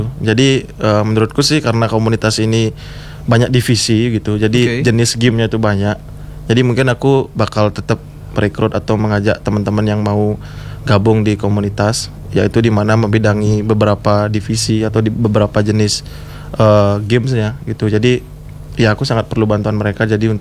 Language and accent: Indonesian; Singaraja, Bali, Indonesia; born there; Jadi aku sama teman-teman di sini pengen mengembangkan juga kota kelahiranku itu, Kak.